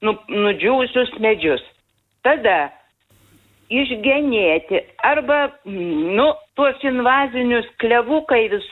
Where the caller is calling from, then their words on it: Vilnius, Vilnius County, Lithuania; Aš gyvenu Dvarčionyse, keramikų 108.